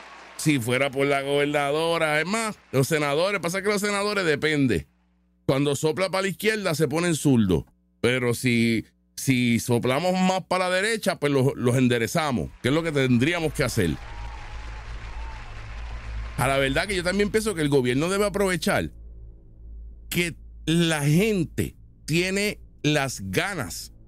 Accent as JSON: {"language": "Spanish", "country": "Puerto Rico"}